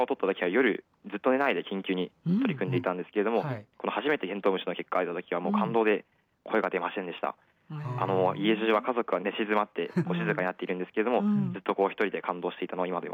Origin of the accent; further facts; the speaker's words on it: Hokkaido, Japan; 僕はまあ昔から北海道で生まれ育ってきて、幼い頃から毎日山登りしたりとか、あるいはスノーボードをしたりとかして過ごしてきました。